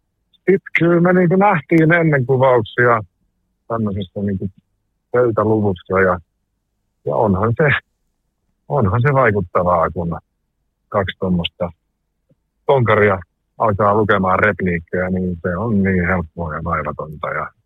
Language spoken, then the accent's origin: Finnish; Netherlands; että kun mä nyt olen Hollannista kotoisin